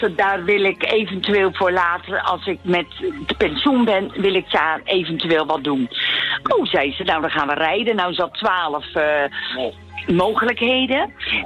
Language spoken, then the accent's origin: Dutch; Rotterdam, South Holland, Netherlands; Ja, was Zuidwijk. Ik ben Rotterdammer. Mijn man niet, maar ik ben echt een Rotterdammer.